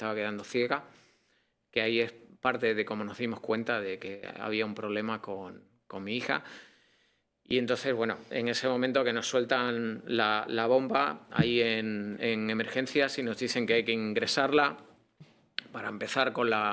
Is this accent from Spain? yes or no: yes; Spain; Yo, bueno, yo soy de España, crecí en una familia muy católica.